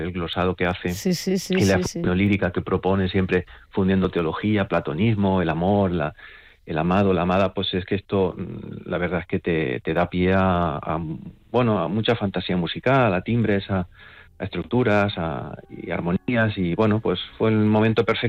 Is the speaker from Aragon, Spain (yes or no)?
no; Úbeda, Andalusia, Spain; now in Valencia, Spain; yo soy de Úbeda, yo nací en Úbeda y aunque llevo ya en Valencia pues 25 años, pues mi niñez estuvo muy arraigada a la poesía de San Juan de la Cruz